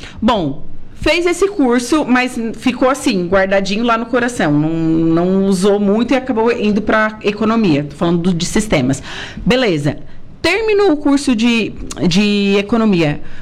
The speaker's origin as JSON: {"language": "Portuguese", "town": "Torres", "region": "Rio Grande do Sul", "country": "Brazil", "said": "Eu sou de Torres"}